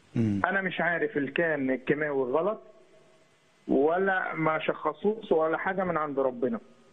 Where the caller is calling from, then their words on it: Giza, Giza Governorate, Egypt; أنا من الجيزة أو صابونة الشرفة.